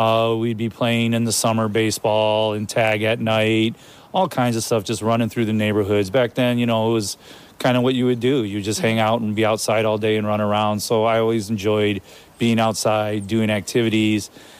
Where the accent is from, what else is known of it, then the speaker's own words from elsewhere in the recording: Toledo, Ohio, United States; now in Sylvania, United States; When I was growing up, I lived in the south end of Toledo.